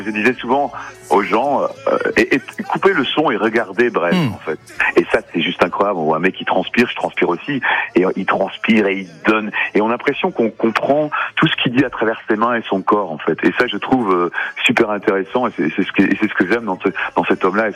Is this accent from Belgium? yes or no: yes; Belgium; je suis belge comme lui, on a été éduqués en bilingue, en français et en flamand comme lui